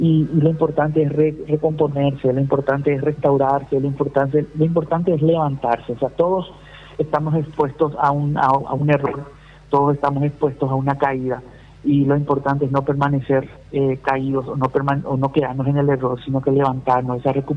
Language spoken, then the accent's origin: Spanish; Paraguay; nosotros como paraguayos sabemos que tenemos que sufrir para ganar los partidos